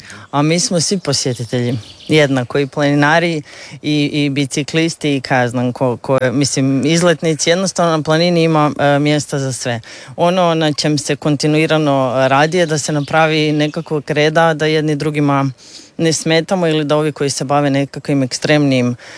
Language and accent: Croatian; Zagreb, City of Zagreb, Croatia; ja kao ono Zagrepčanka